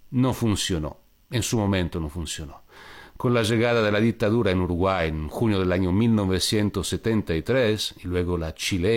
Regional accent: Italy; en mi país, Italia

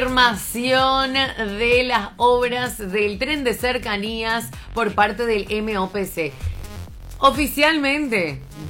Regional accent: Paraguay; nosotros como un paraguayo

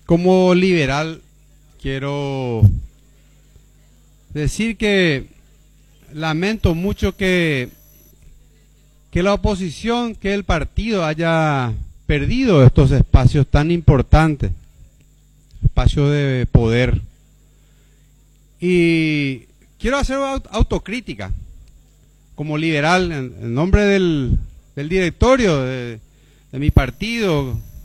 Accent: San Pedro de Ycuamandiyú, San Pedro, Paraguay; yo soy de San Pedro

